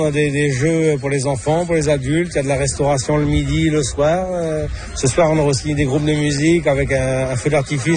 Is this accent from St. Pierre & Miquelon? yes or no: yes; Miquelon-Langlade, St. Pierre & Miquelon; on est français ici en Amérique du Nord.